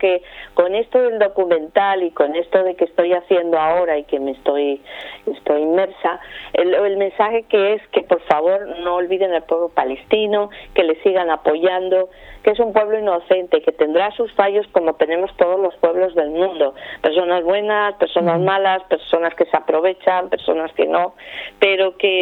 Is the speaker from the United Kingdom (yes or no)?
no; Spain; soy española